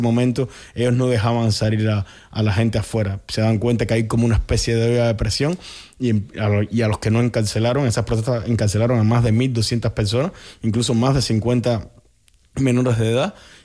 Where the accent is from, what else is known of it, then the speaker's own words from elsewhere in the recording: Cuba; como buen cubano y como te puedes dar cuenta, cuando entré a la universidad me como todas las R, todas las S, hablo rápido, me trastabillo.